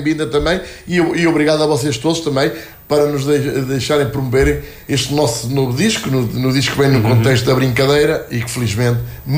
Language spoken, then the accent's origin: Portuguese; Aveiro, Portugal; Eu sou de Aveiro, mas venho de Ponte Lima